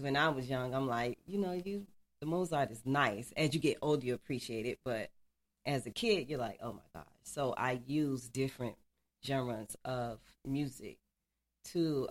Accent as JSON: {"language": "English", "town": "Miami", "region": "Florida", "country": "United States", "tie": "born there"}